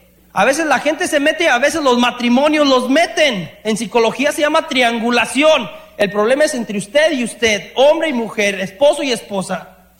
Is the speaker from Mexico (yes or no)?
yes; Mexico; now in United States; muchos de los que venimos de México, venimos por el sueño americano y de hacer más y tener más